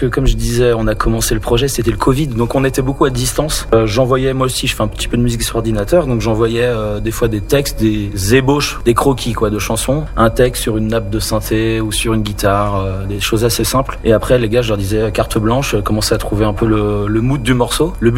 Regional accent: Brittany, France; On vient de Bretagne.

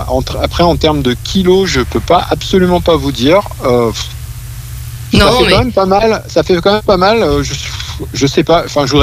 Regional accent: Aix-les-Bains, Auvergne-Rhône-Alpes, France; je viens de Aix-les-Bains.

